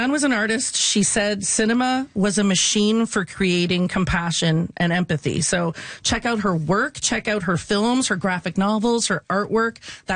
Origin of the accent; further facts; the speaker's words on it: Canada; Well, we're Canadian.